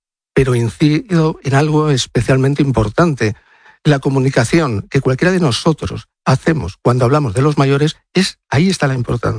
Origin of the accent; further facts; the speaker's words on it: Madrid, Community of Madrid, Spain; Yo soy del pueblo de Madrid.